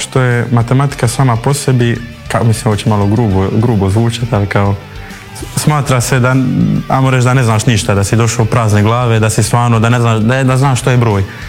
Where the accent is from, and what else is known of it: Dubrovnik, Dubrovnik-Neretva County, Croatia